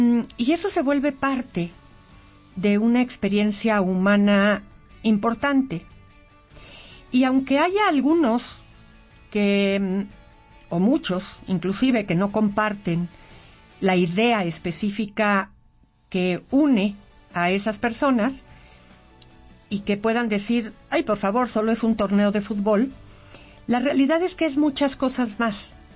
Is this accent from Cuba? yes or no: no; Mexico; todas las porras que nos llegan a unir como mexicanos.